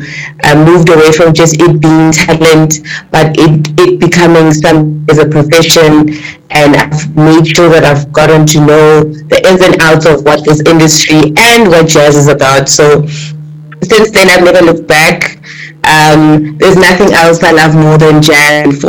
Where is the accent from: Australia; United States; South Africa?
South Africa; Johannesburg, Gauteng; I grew up in Johannesburg